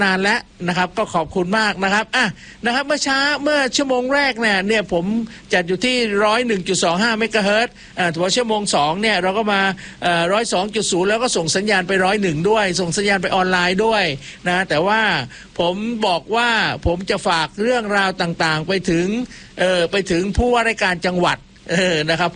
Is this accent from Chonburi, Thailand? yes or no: no; Ko Samui, Surat Thani, Thailand; ผมเป็นคนสมุยนะฮะ